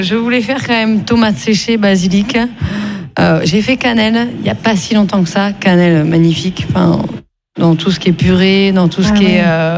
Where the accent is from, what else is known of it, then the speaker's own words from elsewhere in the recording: Tours, Centre-Val de Loire, France; moved away as an adult; now in Narbonne area, France; je suis de Tours, hein, ça fait 18 ans que j'habite ici